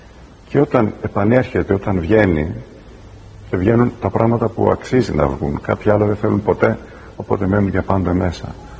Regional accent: Rethymno, Crete, Greece; τι είναι η πόλη μου

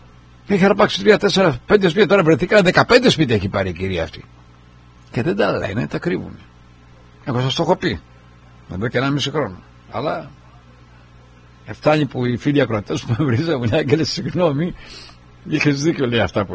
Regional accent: Argostoli, Ionian Islands, Greece; εγώ είμαι κεφαλονίτης, γέννημα θρέμα αργοστολιώτης.

